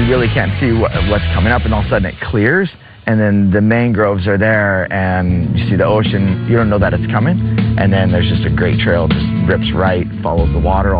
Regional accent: Temecula, California, United States; from Temecula, California.

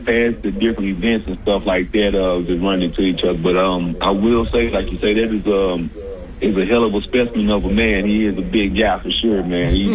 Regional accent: Arkansas, United States; So growing up in Arkansas, and I would see Arkansas-Texas games

